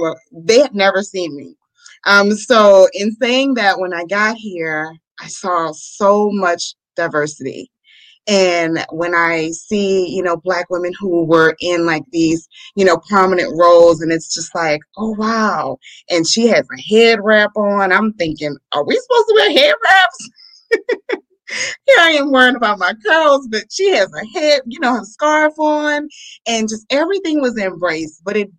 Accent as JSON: {"language": "English", "town": "New Orleans", "region": "Louisiana", "country": "United States", "tie": "born or raised there", "lives_now": "Houston, United States", "said": "So growing up in New Orleans, it was never really a major factor because there's so many different cultures that are represented."}